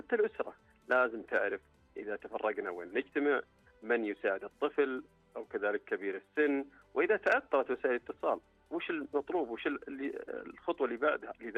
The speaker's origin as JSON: {"language": "Arabic", "country": "Saudi Arabia", "said": "وعندنا في المملكة العربية السعودية مثال واضح على فكرة الاستعداد قبل الحدث"}